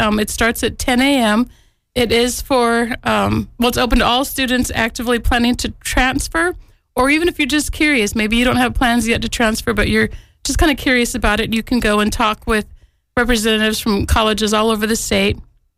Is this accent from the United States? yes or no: yes; Wisconsin, United States; moved away as an adult; also born or lived in New Mexico; now in North Carolina, United States; I grew up in Wisconsin. I lived in New Mexico for a while, but I've been out here for 22 years, So this is home.